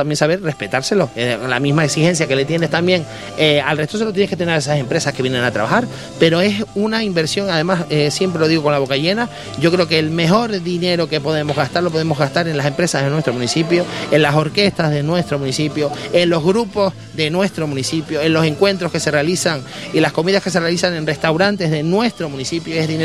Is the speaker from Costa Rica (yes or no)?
no; Granadilla de Abona, Canary Islands, Spain; Vengan a Granadilla, vengan a disfrutar de nuestras fiestas, de nuestro pueblo, de nuestra gente, de nuestra comida